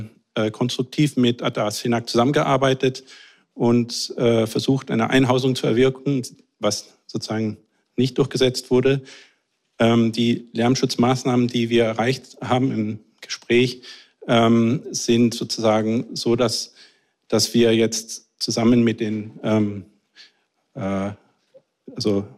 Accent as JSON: {"language": "German", "town": "Kerschbaum", "region": "Upper Austria", "country": "Austria", "said": "ich komme aus Kerschbaum"}